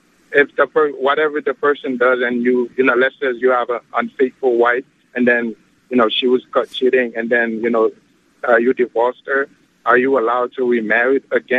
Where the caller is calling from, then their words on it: Irvington, New Jersey, United States; Yes. Actually, I'm calling from Irvington, New Jersey.